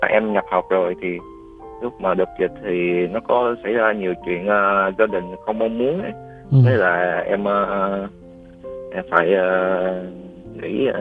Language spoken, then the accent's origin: Vietnamese; Ho Chi Minh City, Vietnam; Dạ, quê gốc thì em ở Hà Tĩnh. Mà em thì sinh ra lớn lên ở thành phố Hồ Chí Minh.